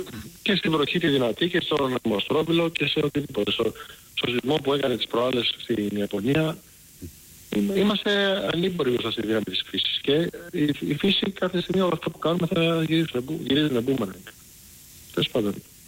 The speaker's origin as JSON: {"language": "Greek", "town": "Patras", "region": "Western Greece", "country": "Greece", "lives_now": "Chicago, United States", "said": "Έτυχε πέρυσι και ήμουν στην Ελλάδα, ήμουν στο χωριό μου στην Πάτρα, την περίοδο που κάηκε η Πάτρα."}